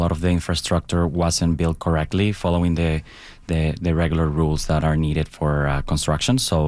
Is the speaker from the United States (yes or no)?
no; Caracas, Capital District, Venezuela; I'm from Caracas. It's one of the affected areas.